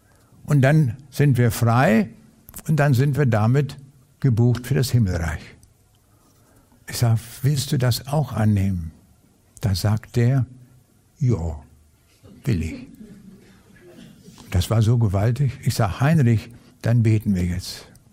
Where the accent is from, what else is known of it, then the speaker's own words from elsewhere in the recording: Lüchow, Lower Saxony, Germany; born there; Nach dem Krieg haben wir auf dem Lande gelebt, in Niedersachsen, in der äußersten Ecke von Niedersachsen. Und ich bin dort in Lüchow zur Schule gegangen.